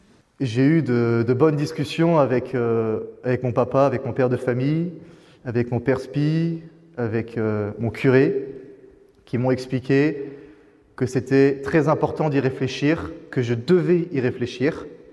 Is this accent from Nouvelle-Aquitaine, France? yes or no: yes; Nouvelle-Aquitaine, France; Je suis du Poitou.